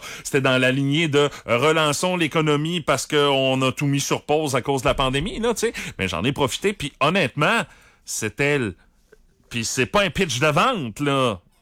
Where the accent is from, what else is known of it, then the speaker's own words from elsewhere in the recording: Rimouski, Quebec, Canada; Je restais sur le bord du fleuve, Stéphanie. J'ai grandi à Pointe-au-Père et à Rimouski-Est. C'est même des micro-climats, là, dans le secteur de Rimouski.